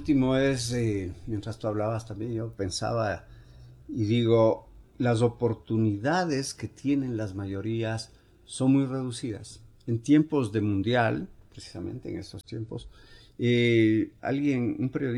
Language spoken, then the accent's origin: Spanish; Ecuador